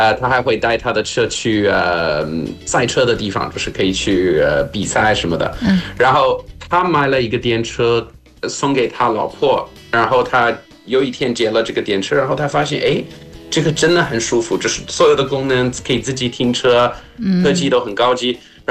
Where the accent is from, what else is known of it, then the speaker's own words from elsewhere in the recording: South Africa; moved away; 我记得我小时候在南非，